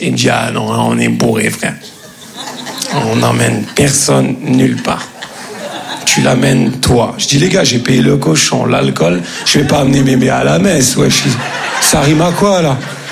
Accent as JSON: {"language": "French", "region": "Grand Est", "country": "France", "said": "Comme on dit chez nous, en Lorraine."}